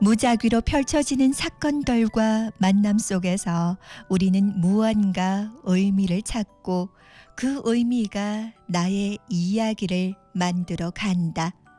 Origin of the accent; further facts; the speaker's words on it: Yanji, Jilin, China; 그건 바로 내가 조선족이라는 것과 연길이라는 작은 도시에서 태어나 지금까지 자라났다는 거다.